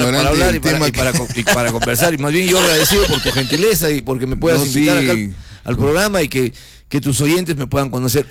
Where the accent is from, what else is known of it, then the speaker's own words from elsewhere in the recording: Huánuco, Peru; now in Lima, Peru; Yo soy de Huánuco.